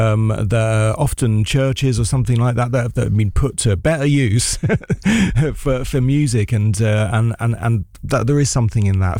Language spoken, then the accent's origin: English; London, United Kingdom; my first time in Belgravia, I believe, in all my life as a Londoner.